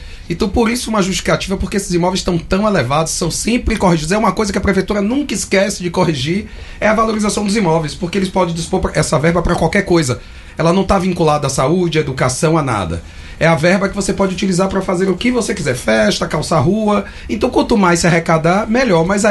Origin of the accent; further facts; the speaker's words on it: Serrinha, Bahia, Brazil; now in Salvador, Brazil; eu sou de Serrinha, leva mais ou menos 10 horas para lá